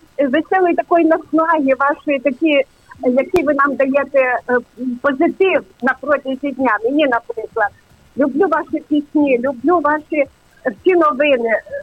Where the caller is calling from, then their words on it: Ivano-Frankivsk, Ivano-Frankivsk Oblast, Ukraine; Я з Франківська. … мені 80 років.